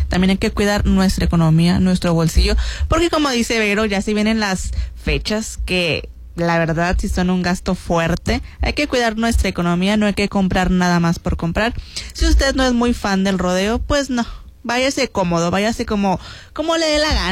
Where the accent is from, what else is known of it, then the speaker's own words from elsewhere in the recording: Mexico; Y es que como buenos mexicanos dejamos todo a la mera hora